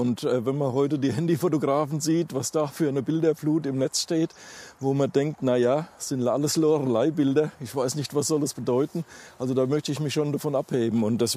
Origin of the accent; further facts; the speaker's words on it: Dresden, Saxony, Germany; Genau, wir kommen aus Dresden.